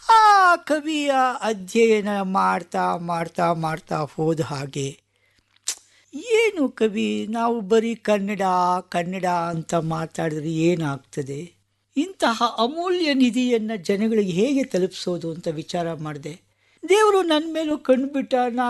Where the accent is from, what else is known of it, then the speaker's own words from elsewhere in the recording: Bengaluru, Karnataka, India; ನಾನು ಬೆಂಗಳೂರು ಸಾರ್ ಅಂದೆ.